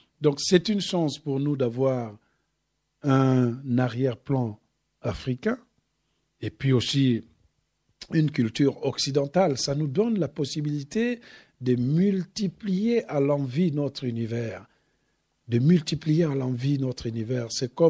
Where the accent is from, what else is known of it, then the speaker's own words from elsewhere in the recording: Republic of the Congo; French is a second language; now in Paris, France; quand je dors, je rêve dans une des langues congolaises. Et quand je me réveille, je dis, je me suis réveillé en français.